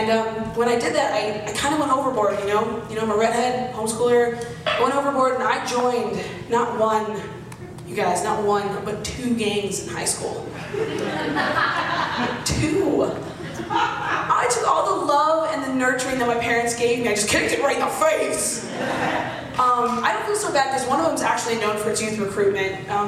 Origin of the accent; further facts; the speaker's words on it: Arizona, United States; I was raised in Arizona